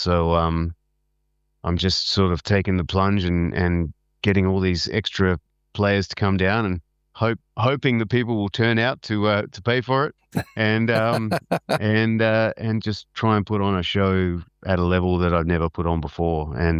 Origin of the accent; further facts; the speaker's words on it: Adelaide, South Australia, Australia; Then my hometown, Adelaide, at the Governor Hindmarsh on the 28th of November.